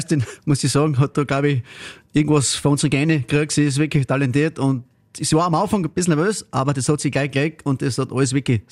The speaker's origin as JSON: {"language": "German", "town": "Obdach", "region": "Styria", "country": "Austria", "said": "wir kommen aus Obdach, aus dem steirischen Zirnland."}